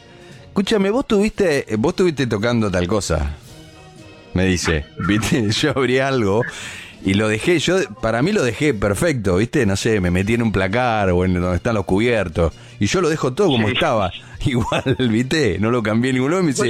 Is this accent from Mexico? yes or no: no; Argentina; Somos argentinos, nosotros cenamos 10 de la noche, 10 y media.